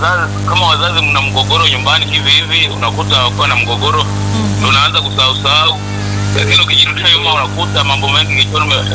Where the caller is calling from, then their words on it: Moshi, Kilimanjaro, Tanzania; kutoka Moshi.